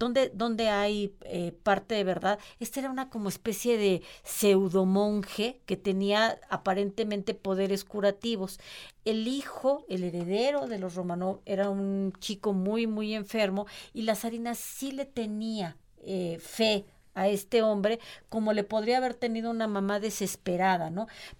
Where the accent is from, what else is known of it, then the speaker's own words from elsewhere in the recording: Mexico; nosotros como mexicanos somos este sincretismo